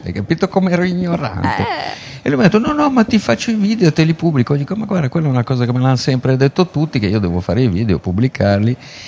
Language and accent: Italian; Savona, Liguria, Italy; Noi siamo savonesi, ecco, cioè Genova è la grande mamma per me, però noi siamo di Savona, proprio, che è una piccola provincia della Riviera Ligure.